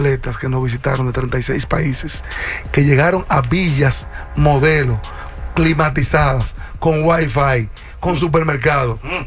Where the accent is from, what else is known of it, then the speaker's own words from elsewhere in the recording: Dominican Republic; Somos comparones los dominicanos.